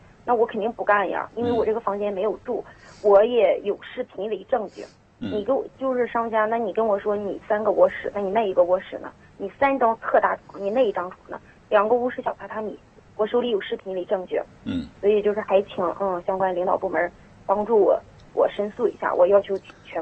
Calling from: Inner Mongolia, China; 我是内蒙古。

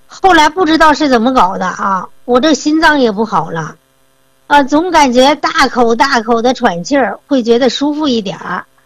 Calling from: Shijiazhuang, Hebei, China; 曾老师，我是河北石家庄的一个老朋友啊。

